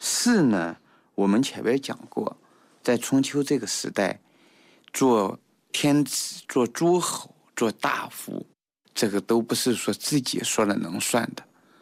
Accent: China; 我们中国人

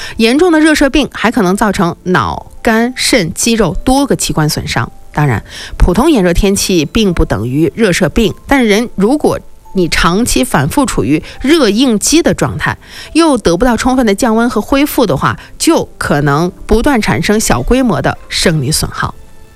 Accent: Inner Mongolia, China; born or raised there

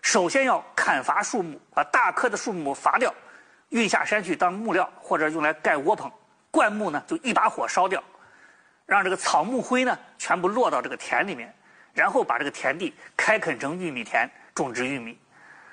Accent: China; 过去啊，我们中国人呢因为粮食供应紧张，

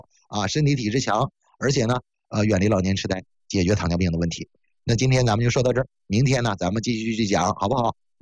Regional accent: Northeast China, China; 是我是东北人，我哪见这些东西啊？

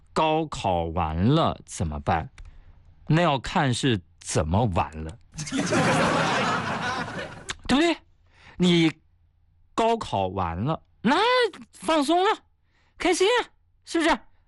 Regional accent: Shanxi, China; moved away; 那就是我的老家山西。

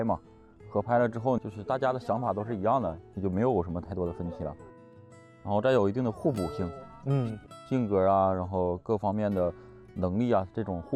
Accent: Liaoning, China; now in Changsha, China; 我辽宁人

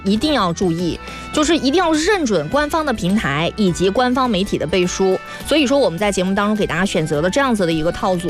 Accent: Guangdong, China

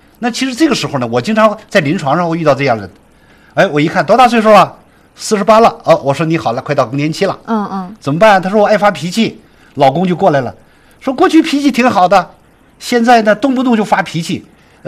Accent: Xinjiang, China; 特别是我们新疆人呢

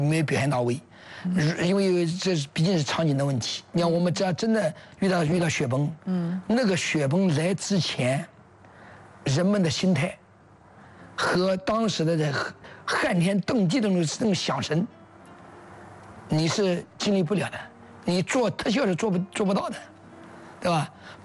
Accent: Guangdong, China; 我们是广东的，这是广东的这个原长故事。

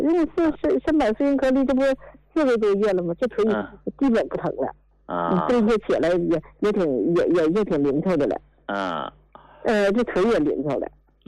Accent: Northeast China, China; 东北的，哎呀，你都不知道啊！这一到冬天上个厕所，这太

